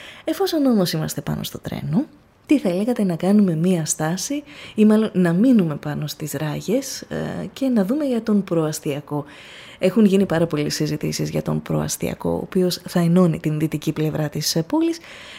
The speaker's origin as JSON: {"language": "Greek", "country": "Greece", "said": "και όχι εγώ προσωπικά … αλλά ως λαός, ως Έλληνες."}